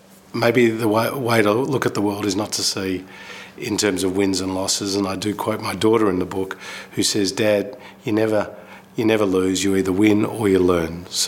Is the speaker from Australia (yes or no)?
yes; Kooyong, Victoria, Australia; because we grew up in Kooyong, so that was the natural place to one day represent.